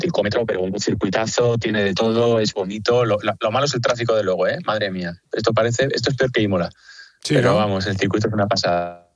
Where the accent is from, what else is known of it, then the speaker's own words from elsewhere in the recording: Spain; Y esto no es, que soy español y entonces me gusta mucho Fernando Alonso.